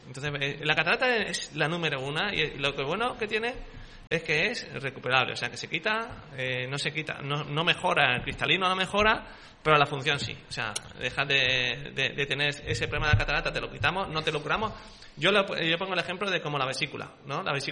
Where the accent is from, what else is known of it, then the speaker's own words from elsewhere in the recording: Villena, Valencian Community, Spain; Y para mí Villena es prácticamente mi tierra, o sea, es igual que para vosotros a lo mejor...